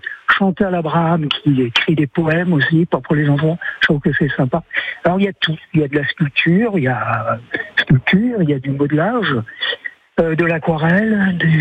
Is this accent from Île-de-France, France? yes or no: no; Hénin-Beaumont, Hauts-de-France, France; Oui, bonjour, je suis d'Hénin Beaumont, mais je suis actuellement à Vannes